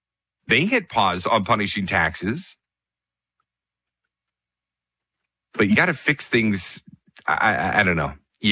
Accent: Canada; And as a Canadian, I'm sure there's certain sectors out there that'd be like, God, we need a deal.

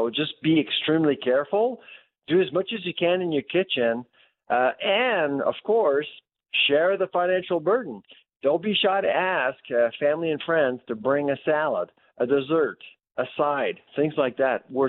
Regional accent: Halifax, Nova Scotia, Canada; I'm from Halifax

